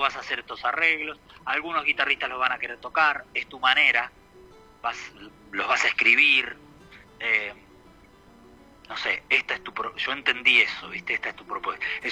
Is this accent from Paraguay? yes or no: no; Mar del Plata, Buenos Aires Province, Argentina; born there; now in Buenos Aires, Argentina; Nací en La Plata, viví un poco en La Plata, un poco en Mar del Plata. Toda la parte de comenzar a tocar la guitarra fue en Mar del Plata, así que me siento un poco más marplatense. Cuando hablo de música y me preguntan de dónde soy, me sale decir Mar del Plata.